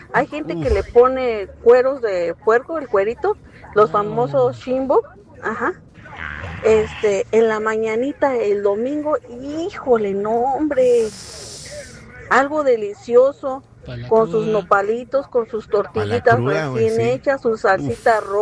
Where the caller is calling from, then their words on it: Tula de Allende, Hidalgo, Mexico; Nosotros somos de Hidalgo, de Tula, saluditos, de Allende, Hidalgo, para ser exactos. Contamos con una zona arqueológica muy bonita